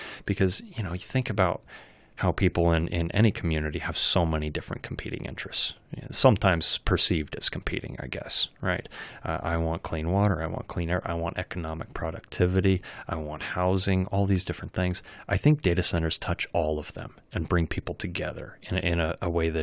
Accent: Union, Oregon, United States; I grew up in Union

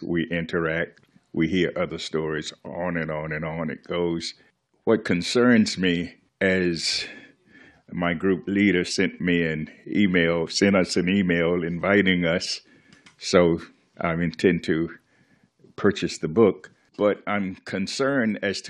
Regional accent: the South, United States; So, and I'm from deep from the South, segregated South. So I have those experiences as well.

